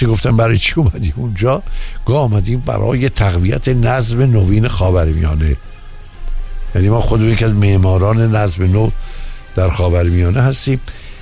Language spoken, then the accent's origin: Persian; Iran; ما که ایرانی هستیم و خوب ایران رو میشناسیم،